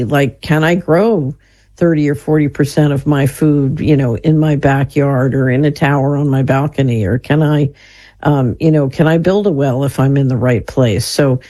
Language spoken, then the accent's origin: English; Philadelphia, Pennsylvania, United States; Yeah, I grew up in West Philadelphia.